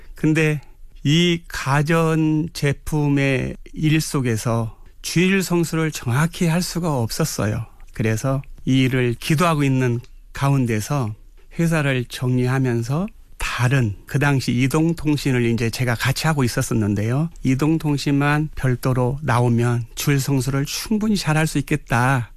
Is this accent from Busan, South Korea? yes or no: no; Gimje, North Jeolla, South Korea; 전라북도 김제가 고향인데요.